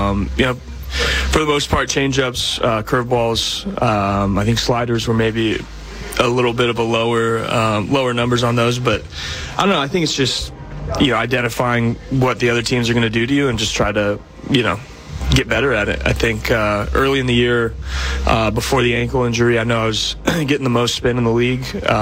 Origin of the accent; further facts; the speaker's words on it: San Diego, California, United States; I had a great childhood here.